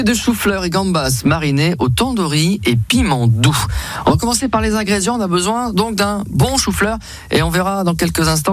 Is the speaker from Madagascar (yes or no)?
no; Grand Est, France; Alors le chou-fleur, chez nous en Champagne-Ardenne, on ne peut pas dire que ce soit le pic de production en France.